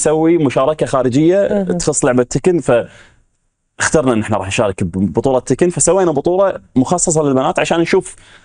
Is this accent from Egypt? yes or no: no; Kuwait